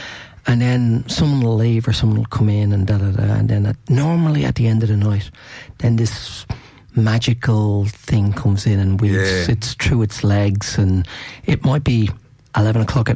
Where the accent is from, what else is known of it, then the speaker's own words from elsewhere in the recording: Ireland; It's the crack. I think as an Irishman, it's just our birthright.